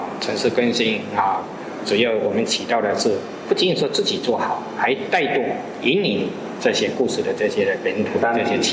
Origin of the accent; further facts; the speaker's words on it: Fujian, China; moved away as an adult; 我们福建人